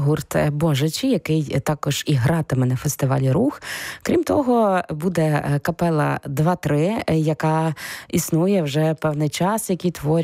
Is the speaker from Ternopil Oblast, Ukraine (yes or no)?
yes; Ternopil Oblast, Ukraine; з мого рідного Тернопілля.